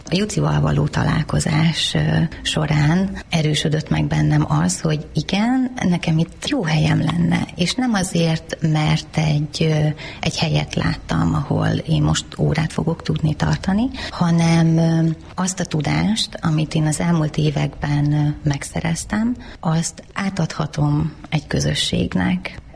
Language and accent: Hungarian; Gyula, Békés, Hungary; Gyulaiként ez szinte elkerülhetetlen, mert azért ez egy picike város.